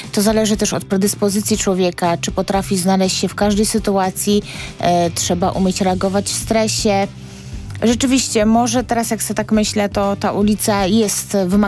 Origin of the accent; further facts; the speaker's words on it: Warmian-Masurian Voivodeship, Poland; moved away as an adult; now in Warsaw, Poland; Mieszkałam też na wsi, to też były inne troszeczkę możliwości, a więc ogólnie nie jestem z Warszawy też, jestem z Mazur, przyszłam tutaj do pracy do Warszawy